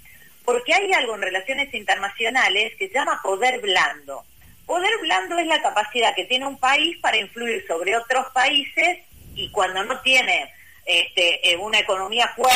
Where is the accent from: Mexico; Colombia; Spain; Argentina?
Argentina; Rosario, Santa Fe; somos de Rosario